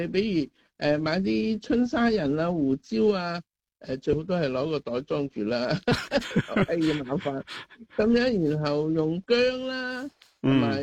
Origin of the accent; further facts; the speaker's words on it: Guangdong, China; 粉葛咧，我哋广东人多数用嚟煲煲汤咧